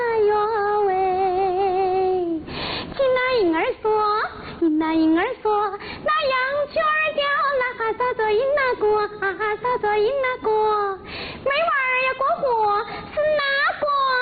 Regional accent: Yidu, Hubei, China; 我是彝都潘家湾乡的人。

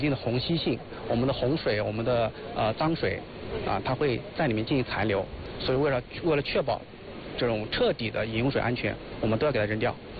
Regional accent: Guangxi, China; 包括我们广西这边最喜欢吃的鱼生呐

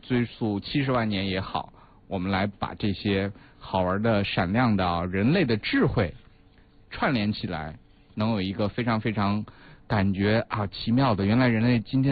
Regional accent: China; 这个当然我们中国没有这样的传统了。我们中国人很早就发现了用草木灰来做这样事情是同样的效果。

